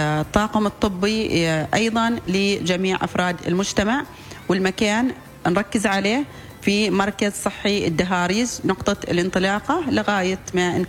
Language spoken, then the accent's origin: Arabic; Oman; احنا كمجتمع عماني